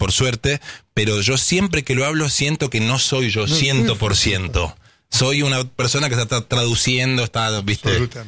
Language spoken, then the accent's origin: Spanish; Argentina; moved away; Y es importante que nosotros como argentinos sepamos lo que tenemos.